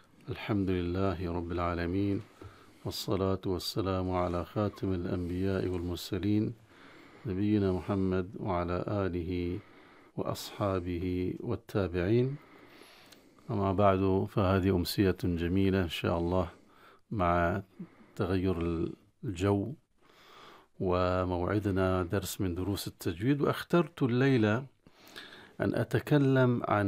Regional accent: Bahrain; عندنا في البحرين

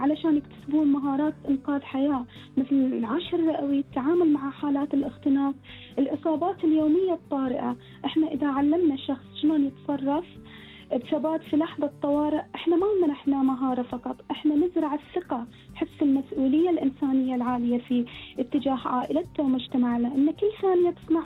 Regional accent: Bahrain; عيال ديرتنا البحرين كلها

